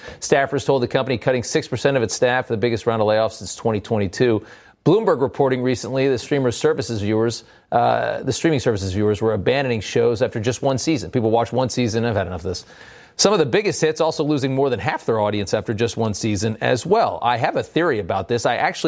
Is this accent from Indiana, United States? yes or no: yes; Indiana, United States; Next up, an Indiana Democrat running for city council. This is my home state, Lafayette County, slurring her words.